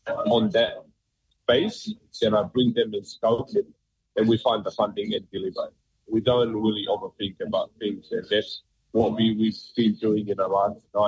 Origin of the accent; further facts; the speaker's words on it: Tonga; moved away; I was born and raised in Tonga